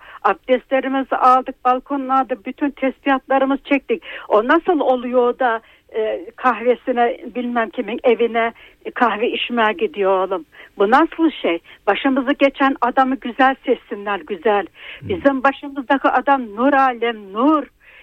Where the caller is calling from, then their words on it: Ödemiş, İzmir, Turkey; Ben İzmir Ödemiş'ten arıyorum.